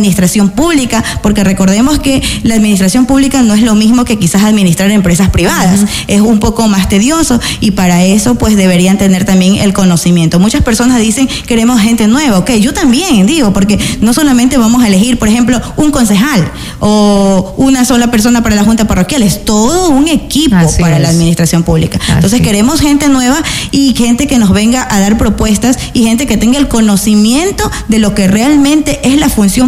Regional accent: La Libertad, Santa Elena, Ecuador; Pues yo soy netamente peninsular, netamente Santa Elena. Mi niñez la viví aquí en el Cantón La Libertad. Estudié en la escuela Faustino Sarmiento, aquí

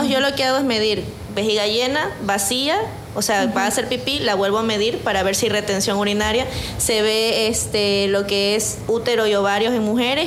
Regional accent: Guayaquil, Guayas, Ecuador; Yo no que vengo de Guayaquil

